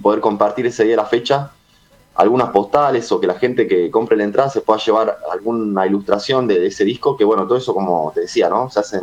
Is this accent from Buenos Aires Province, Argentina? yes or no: no; Tucumán, Argentina; now in Buenos Aires, Argentina; Y en esa época yo soy de Tucumán, ¿no? Entonces empecé tocando en escenarios, en estos formatos de banda, con las cuales hemos tenido nuestros logros en su momento. Y después en 2011 yo me vine a vivir acá a Buenos Aires.